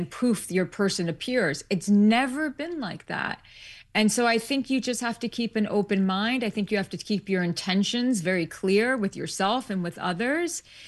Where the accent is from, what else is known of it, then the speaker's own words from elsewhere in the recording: New York City, New York, United States; I lived my whole life in New York City. Yeah, I lived my entire life in New York City. I'm a New York City girl.